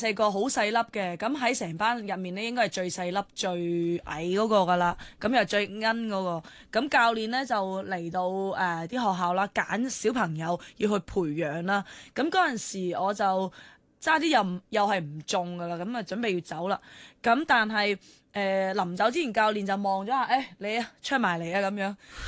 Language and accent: Cantonese; Zhongshan, Guangdong, China; 是啊，我是廣東中山人。是啦，我是中山的，所以我講到廣東話那麼標準。